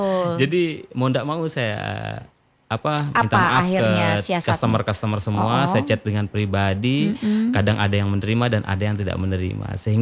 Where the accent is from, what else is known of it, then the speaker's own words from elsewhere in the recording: Nagung, Indonesia; Saya dari Desa Nagung, Pak Gede.